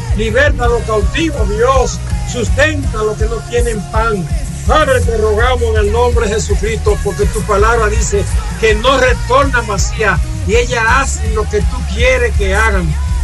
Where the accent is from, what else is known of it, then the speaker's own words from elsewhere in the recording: Dominican Republic; now in United States; Soy dominicano. Estamos aquí en Estados Unidos